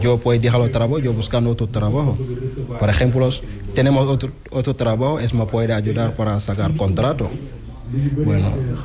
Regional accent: Senegal; Spanish is a second language; Yo soy de Senegal, sí.

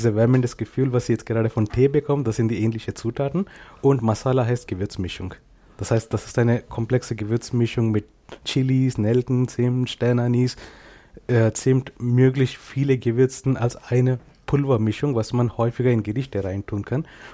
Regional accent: Karnataka, India; first language Kannada; German is a second language; Muttersprache heißt Kanada, genau wie das Land Kanada

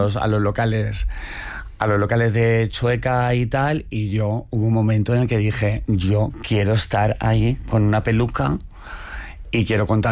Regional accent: Fuenlabrada, Community of Madrid, Spain; born there; moved away as an adult; now in Granada, Spain; cuando vengo a Madrid, porque ahora vivo en Granada, pero cuando me quedo en Madrid, pues me quedo en mi casa de mis padres en Fuenlabrada

